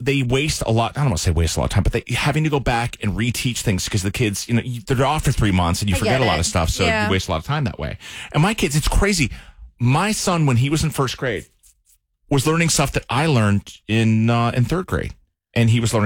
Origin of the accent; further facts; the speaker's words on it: Columbia, Maryland, United States; I grew up in Maryland, Columbia, Maryland.